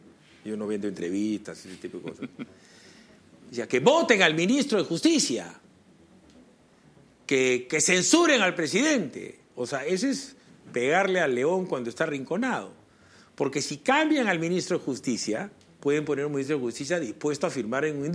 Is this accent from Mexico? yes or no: no; Peru; yo soy peruano, tú eres extranjero.